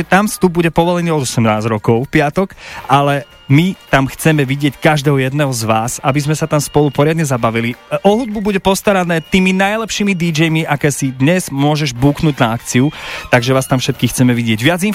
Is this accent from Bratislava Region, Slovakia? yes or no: no; Zvolen, Banská Bystrica Region, Slovakia; Ja až len my Zvolenčania máme Hron.